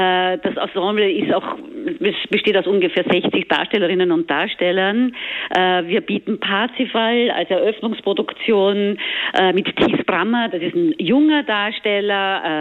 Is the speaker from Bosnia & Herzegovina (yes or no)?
no; Vienna, Austria; accent: Austrian